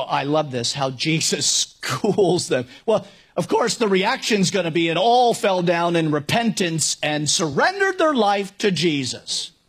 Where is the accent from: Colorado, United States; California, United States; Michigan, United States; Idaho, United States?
California, United States; Napa; moved away as an adult; now in Myrtle Beach, United States; that I would have to leave my hometown because I would not be as effective for God in Napa as I would be in Myrtle Beach. And I'm thankful that I escaped California and that I am here.